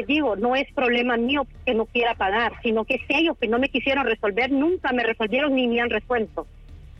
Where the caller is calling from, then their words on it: Honduras; yo llamo de Los Pinos.